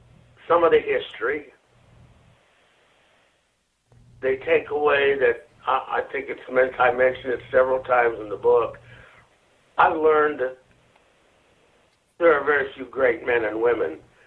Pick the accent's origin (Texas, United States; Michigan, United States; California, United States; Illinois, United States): Michigan, United States; I grew up outside of Detroit, and that used to be one of the most vibrant, dynamic cities in the country.